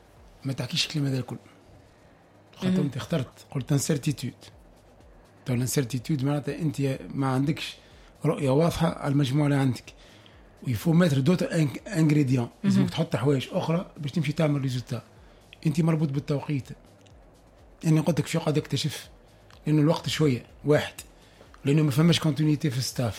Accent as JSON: {"language": "Arabic", "country": "Tunisia", "said": "وقت اللي نمشيو للستاف مش تونسي تو باش نحكي تو كتونسي خاطر احنا تو عندنا مشكل نتاع ايدنتيتي"}